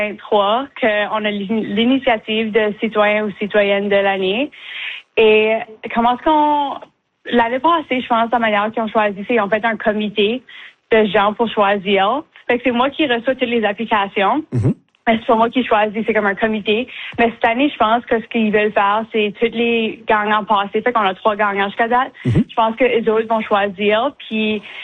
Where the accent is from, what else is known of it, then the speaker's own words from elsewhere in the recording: Bathurst, New Brunswick, Canada; moi, je suis née à Bathurst, j'ai grandi ici, fait toute ma vie